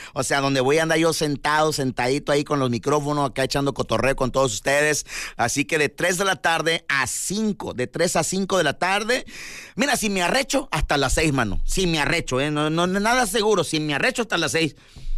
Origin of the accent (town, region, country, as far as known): Mexico